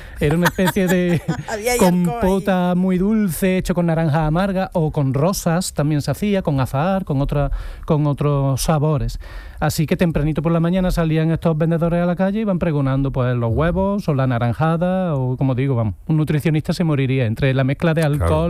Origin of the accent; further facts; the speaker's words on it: Córdoba, Andalusia, Spain; En mi tierra, en Córdoba